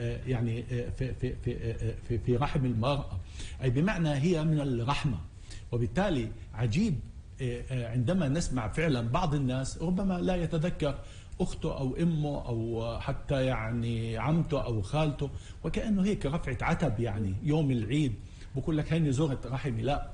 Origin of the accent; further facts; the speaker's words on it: Palestine; عندنا في فلسطين